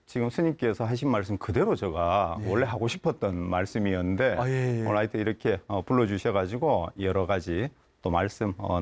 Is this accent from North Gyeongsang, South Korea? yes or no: yes; Yeongju, North Gyeongsang, South Korea; 저는 이제 어디 가서 이 사투리가 꼭 티가 나서 저는 경북 영주가 제 고향입니다.